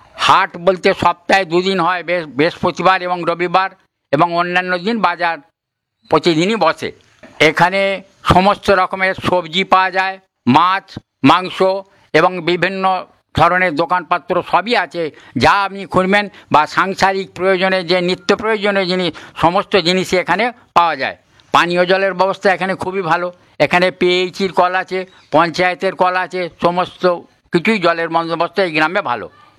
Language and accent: Bangla; Krishnanandapur, West Bengal, India; কম বয়সে আমরা এই গ্রামটাকে যা দেখেছি তার থেকে এখন অনেক উন্নতি হয়েছে